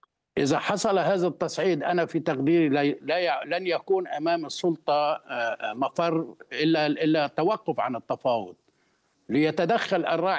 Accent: Lebanon; الغريب عندنا في لبنان

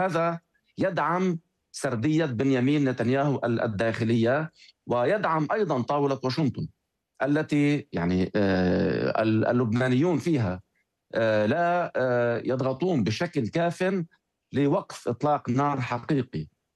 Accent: Lebanon; now in Beirut, Lebanon; نخشى نحن كلبنانيين

